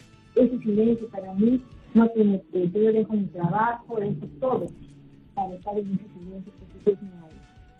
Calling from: Lima, Peru

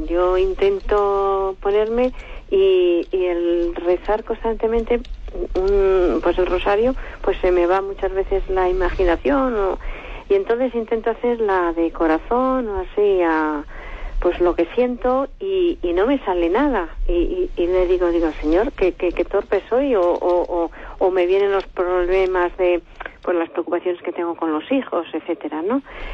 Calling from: Madrid, Community of Madrid, Spain; Le llamo de Madrid.

